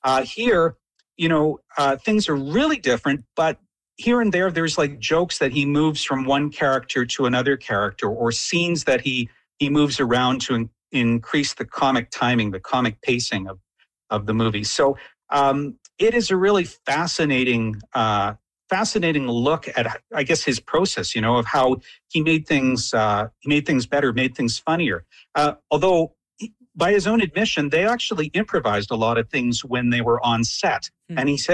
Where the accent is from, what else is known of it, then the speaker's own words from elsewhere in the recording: Nelson, British Columbia, Canada; born there; I remember being 10 years old and watching it in the Civic Theater in Nelson